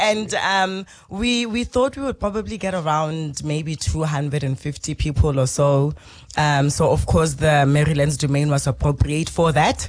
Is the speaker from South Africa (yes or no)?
yes; South Africa; now in Taranaki, New Zealand; I'm from South Africa